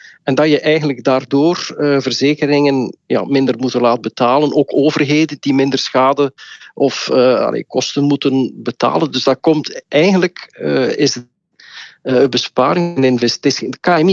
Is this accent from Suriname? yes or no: no; Belgium; Je moet ook weten dat na de overstromingen in de Ardennen dat het crisisbeleid in ons land een beetje hertekend is.